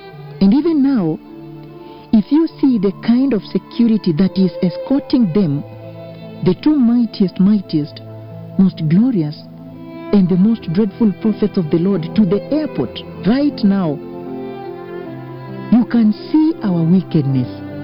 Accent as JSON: {"language": "English", "country": "Kenya", "said": "How I repent, I really repent. … as a Kenyan."}